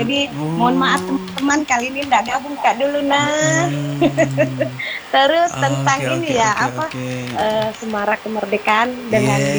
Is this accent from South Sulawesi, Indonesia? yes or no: yes; South Sulawesi, Indonesia